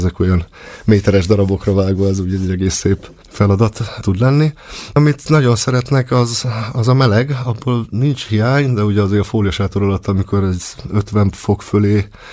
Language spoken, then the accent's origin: Hungarian; Hungary; moved away as an adult; also born or lived in Ireland; a kis telekről azt tudni kell, hogy én gyerekként ott nőttem föl.